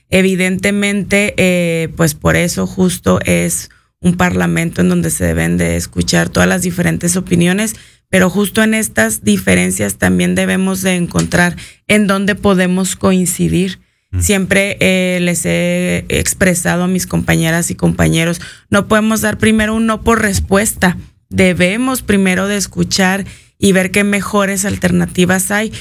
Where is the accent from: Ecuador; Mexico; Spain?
Mexico; Chihuahua